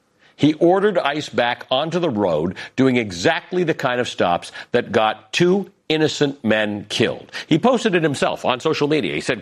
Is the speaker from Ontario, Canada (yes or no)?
yes; Toronto, Ontario, Canada; the University of Toronto, a colleague of the aforementioned Professor Timothy Snyder, works out of my hometown, which I miss a lot.